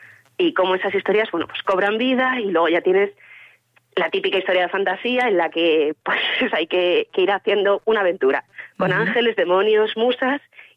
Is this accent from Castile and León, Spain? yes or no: yes; Sanabria, Castile and León, Spain; Pues, a ver, yo soy de Sanabria, de siempre, de ir al cole, de criarme allí. Y yo siempre tuve claro que aunque, pues por estudios, por trabajo, yo me fui, si creaba algo mío, tenía que ser allí.